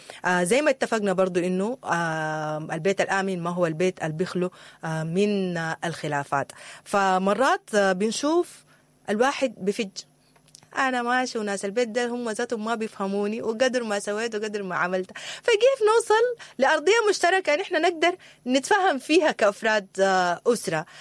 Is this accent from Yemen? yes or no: no; Sudan; أمنية كل سوداني إنه بلدنا ترجع أحسن مما كان